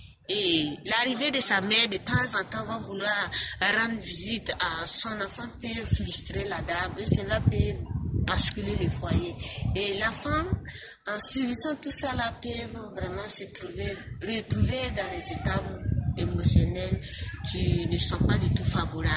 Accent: Burkina Faso; Chez nous, au Burkina Faso

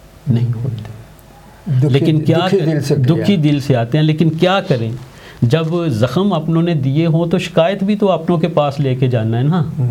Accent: Pakistan; میں نے کہا یار ہمارے لیے انڈین اور پاکستانی امبیسی میں کیا فرق رہ گیا, وہ بھی ہم تو پاکستانی ہیں نا اپنی امبیسی کو

